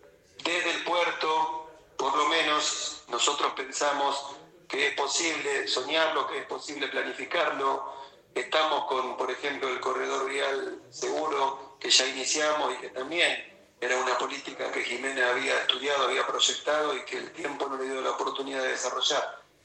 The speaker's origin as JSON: {"language": "Spanish", "region": "Buenos Aires", "country": "Argentina", "said": "como bonaerenses, como argentinos"}